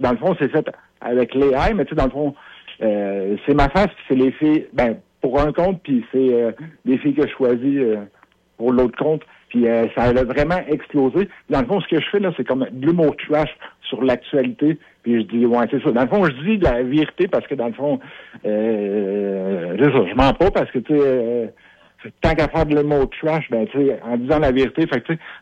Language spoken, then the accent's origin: French; Quebec, Canada; je suis un Québécois, moi.